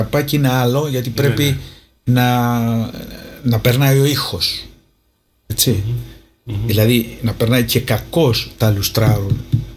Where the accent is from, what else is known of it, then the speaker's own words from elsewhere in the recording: Greece; δεν είμαι από εδώ, δεν είμαι Γερμανός, εγώ είμαι Έλληνας.